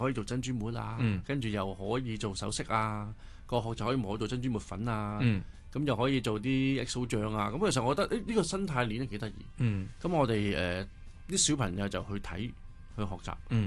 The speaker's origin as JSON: {"language": "Cantonese", "country": "Hong Kong", "tie": "born there", "said": "即係譬如我哋喺呢度出世嘅，生於斯長於斯"}